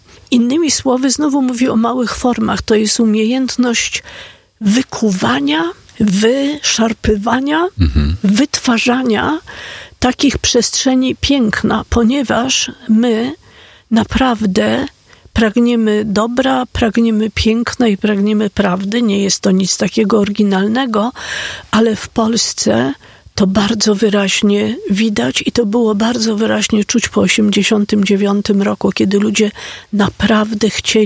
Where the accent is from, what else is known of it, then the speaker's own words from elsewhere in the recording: Warsaw, Masovian Voivodeship, Poland; Jeżeli pamięta pan PRL i mieszkał pan w kamienicy, ja się wychowałam w kamienicy na Grochowie, to w tej kamienicy była, w piwnicy była wspólna pralnia